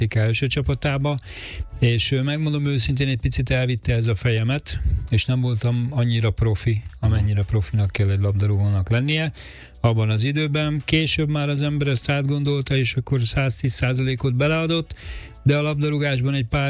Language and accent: Hungarian; Budapest, Hungary; egy nagyon kedves szomszéd, gyerekkori szomszédnéni mesélte, hogy már a maxemet rúgdostam az újpesti játszótéren 2-3 éves koromban.